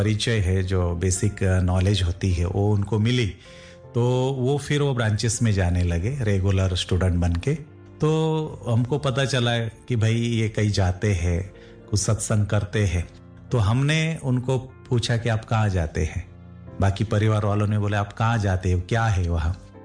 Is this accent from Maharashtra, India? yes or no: yes; Shrirampur, Maharashtra, India; born there; और मेरा लौकिक जो जन्म है वो महाराष्ट्र में अहमदनगर डिस्ट्रिक्ट में श्रीरामपुर तहसील में हुआ 1975 में।